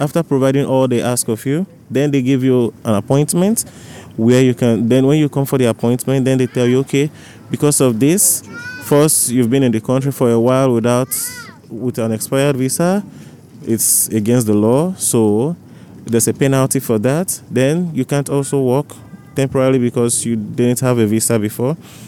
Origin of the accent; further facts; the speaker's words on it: Nigeria; English is a second language; moved away as an adult; now in Germany; I'm from Nigeria.